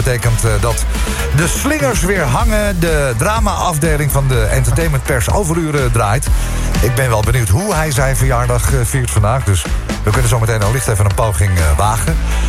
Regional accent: Netherlands

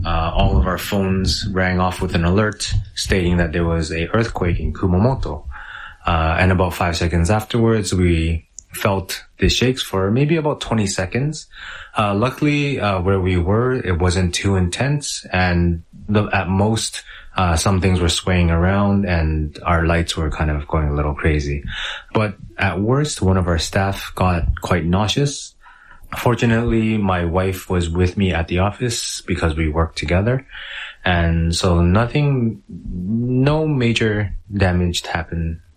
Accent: Canada; now in Fukuoka, Japan

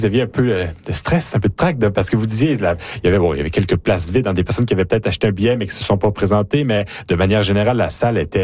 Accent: Quebec, Canada; now in Saskatchewan, Canada; en tant que Québécois

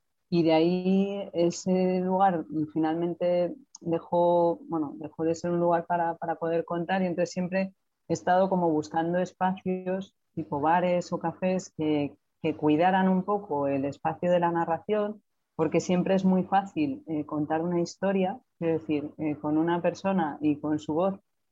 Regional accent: Madrid, Community of Madrid, Spain; pero bueno, soy de Madrid, nací en Madrid

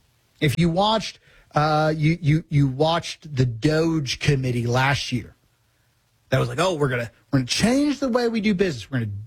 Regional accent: Missouri, United States

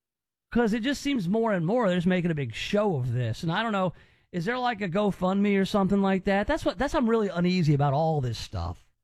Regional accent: Mississippi, United States; Undertow was a huge fear growing up on the Gulf Coast.

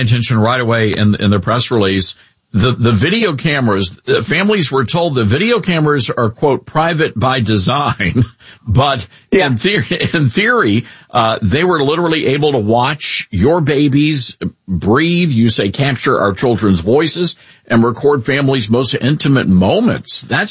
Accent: Memphis, Tennessee, United States; we broadcast our national show from my home town of Memphis.

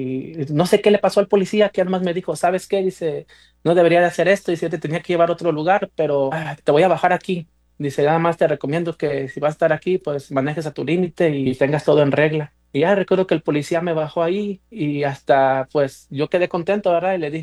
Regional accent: Guanajuato, Mexico; now in Texas, United States; todos somos de allá de Guanajuato

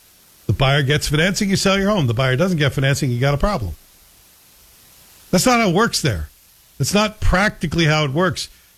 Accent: Canada; also born or lived in Chicago, United States; And as a Canadian, you think, well, wait a second. This is not how we do business.

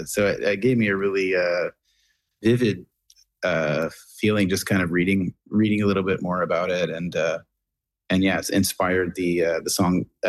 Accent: Nova Scotia, Canada; I heard about the story, but I didn't realize how close it was to my hometown.

